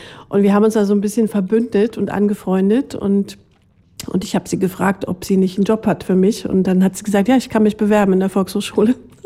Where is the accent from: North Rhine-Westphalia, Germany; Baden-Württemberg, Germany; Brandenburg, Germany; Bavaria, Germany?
Brandenburg, Germany; Guben; moved away; Ich bin ja im Neubaugebiet aufgewachsen